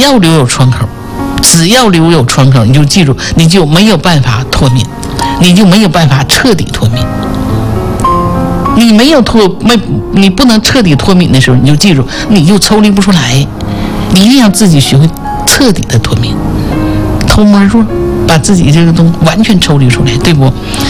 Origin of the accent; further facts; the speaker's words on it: Northeast China, China; 我们东北人叫割了瓣哈